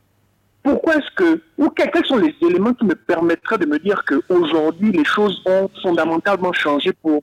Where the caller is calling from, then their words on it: Gabon; moi en tant que Gabonais